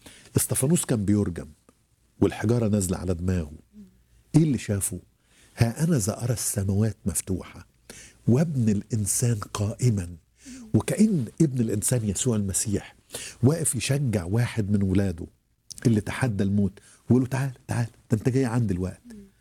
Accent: Egypt; اللي بيعدم الناس عندنا في مصر

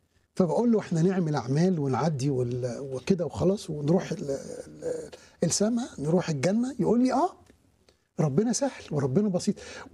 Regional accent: Egypt; قلت له انا مصري

